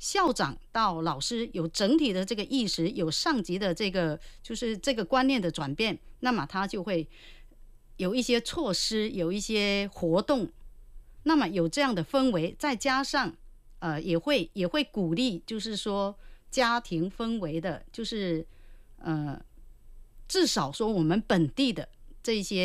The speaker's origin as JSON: {"language": "Chinese", "town": "Jinjiang", "region": "Fujian", "country": "China", "said": "这个毕竟是我们的一个家乡话，是我们的一个根啊"}